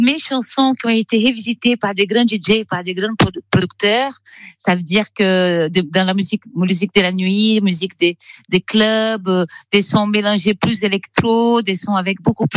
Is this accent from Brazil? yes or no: yes; Brazil; moved away; j'ai grandi au Brésil, j'ai chanté dans les quartiers, j'ai été MC, donc j'ai grandi en écoutant beaucoup de reggae, beaucoup de cette culture du dub, du sound system.